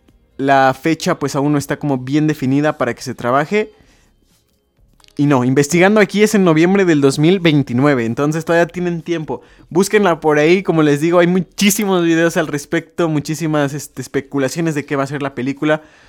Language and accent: Spanish; Mexico; Nosotros como mexicanos y como nuestra cultura